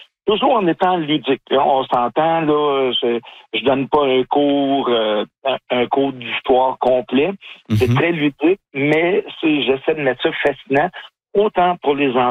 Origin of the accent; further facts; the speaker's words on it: Saint-Eustache, Quebec, Canada; J'ai grandi dans les Basses-Laurentides et autour de Saint-Eustache